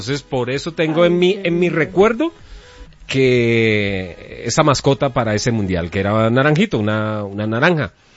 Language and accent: Spanish; France; Ese es mi equipo favorito, porque yo soy francés.